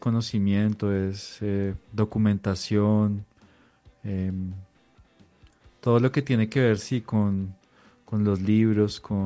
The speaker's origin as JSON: {"language": "Spanish", "town": "Cota", "region": "Cundinamarca", "country": "Colombia", "tie": "born there", "also_born_or_lived": "Bogotá", "said": "Después tuve clases con los practicantes de la pedagógica allá en el colegio en Cota. Y después ya me presenté a la pedagógica, ahí pasé y estudié la carrera. Y ya después otra vez volví a mi tierra porque pues prácticamente me la pasaba en Bogotá 5 años."}